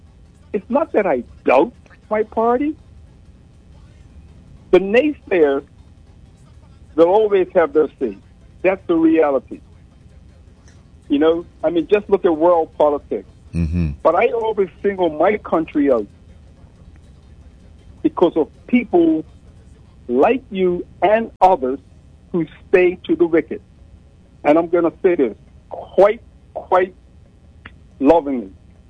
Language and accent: English; South West England, United Kingdom; I'm from Somerset, right?